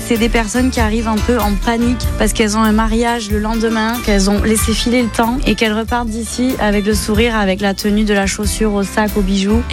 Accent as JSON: {"language": "French", "town": "Bayonne", "region": "Nouvelle-Aquitaine", "country": "France", "said": "j'ai 30 ans et je suis de Bayonne."}